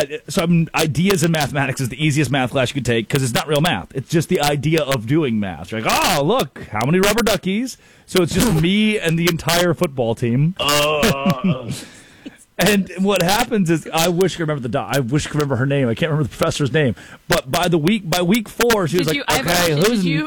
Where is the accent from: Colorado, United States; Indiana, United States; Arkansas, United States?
Arkansas, United States; So I grew up in Arkansas. Did you know? 50% of the nation's rice comes from one state, Arkansas.